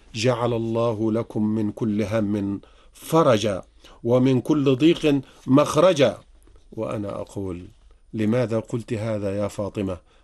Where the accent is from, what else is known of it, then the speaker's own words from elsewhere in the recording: Egypt; ولعب الآخرون على فتنة الطائفية عندنا في مصر ولم ينجحوا ولن ينجحوا بإذن الله.